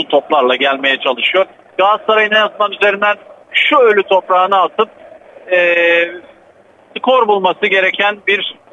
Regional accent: Adana, Turkey; Sadece kendi takımımız var. Memleketimizin takımı. Adana Demirsporluyum.

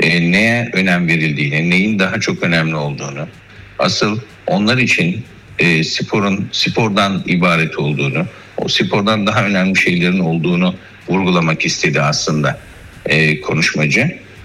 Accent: Black Sea Region, Turkey; Özellikle ben Karadenizliyim ya.

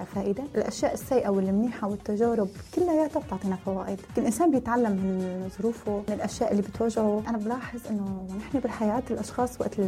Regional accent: Syria; moved away as an adult; now in Turkey; أنا طلعت من سوريا مثل كل إحنا مواليد التسعينات، ما قدرت كفي جامعتي، أخذت بكالوريا، طلعت لتركيا

